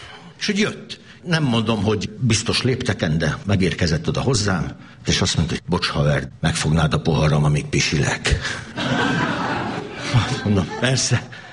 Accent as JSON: {"language": "Hungarian", "town": "Esztergom", "region": "Komárom-Esztergom", "country": "Hungary", "tie": "born there", "lives_now": "Miskolc, Hungary", "said": "mert én ugye Esztergomban születtem, az egy jóval kisebb város, mint Miskolc"}